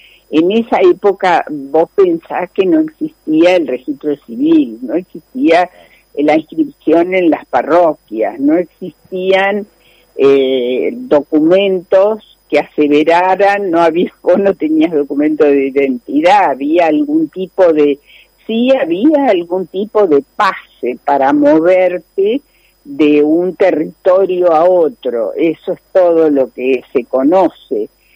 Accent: Santa Fe, Argentina; Vos sabés que los únicos que escribimos santafesino con C somos nosotros.

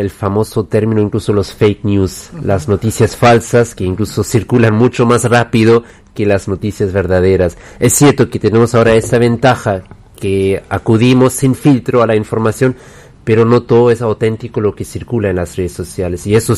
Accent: Germany; en mi caso yo nací y me crié en Alemania

